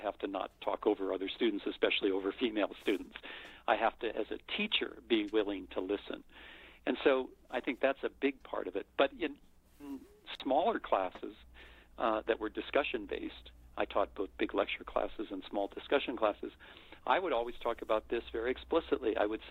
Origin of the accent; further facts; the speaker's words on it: United States; I'm white, I'm male, I'm American, I'm, you know, educated